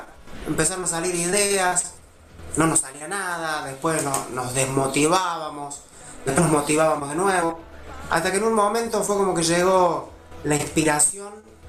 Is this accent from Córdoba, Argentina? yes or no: yes; Villa Carlos Paz, Córdoba, Argentina; Nosotros somos de Carlos Paz, imagínate